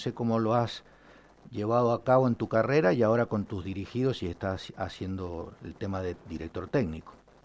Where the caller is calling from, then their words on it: Argentina; Yo también he sido jugador y vivo en la misma sociedad y soy argentino.